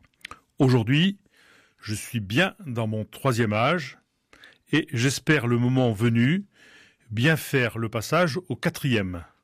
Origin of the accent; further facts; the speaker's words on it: Nouvelle-Aquitaine, France; moved away; Sédentaire et nomade. Les Charentes, c'est mon lieu de départ et mon lieu d'arrivée.